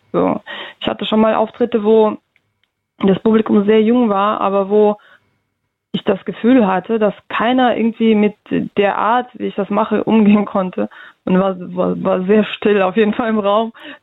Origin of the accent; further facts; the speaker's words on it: Russia; wenn ich sage, ja, ich komme aus Russland, es ist denen egal, woher ich komme.